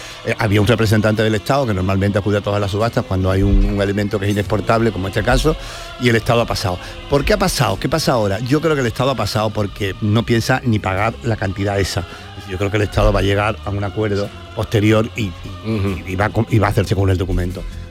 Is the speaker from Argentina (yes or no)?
no; Cádiz, Andalusia, Spain; also born or lived in El Aaiún, Western Sahara; Soy de Cádiz.